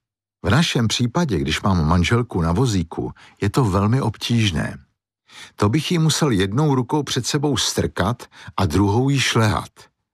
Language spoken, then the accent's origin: Czech; Prague, Czechia; Ale já jsem Pražák, většinu života jsem prožil v Praze